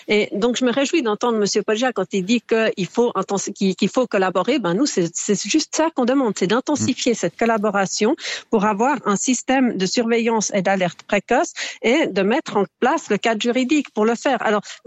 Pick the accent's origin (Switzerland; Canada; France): Switzerland; en tant que Suisse